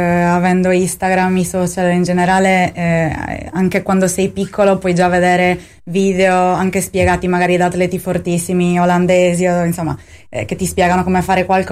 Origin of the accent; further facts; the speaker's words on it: Cagliari, Sardinia, Italy; born there; Sono nata all'Amsicora, ho iniziato lì a fare hockey, poi ho studiato fuori, quindi per un bel po' di anni sono stata via.